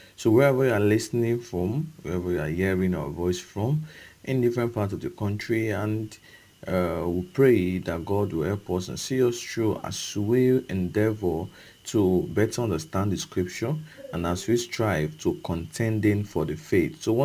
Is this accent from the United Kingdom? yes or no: no; Okada, Edo, Nigeria; from Okada Town, Edo State, Nigeria